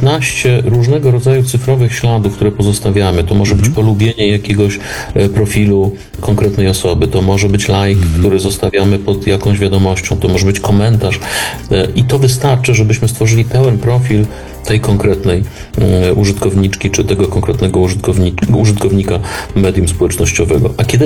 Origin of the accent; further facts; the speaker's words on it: southern Poland, Poland; ja się wychowywałem na południu Polski